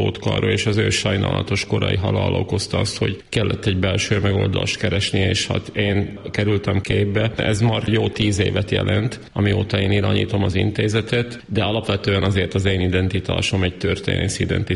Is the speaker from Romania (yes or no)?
no; Slovakia; accent: Palóc; mert hát én magyarul is palóc kiejtéssel beszélek, de hát így vagyok önazonos.